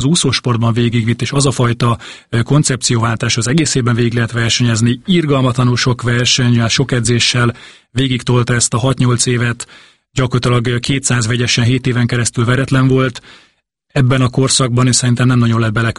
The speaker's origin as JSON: {"language": "Hungarian", "town": "Zalaegerszeg", "region": "Zala", "country": "Hungary", "said": "mert ő is zalaegerszegi, mint ahol én származom"}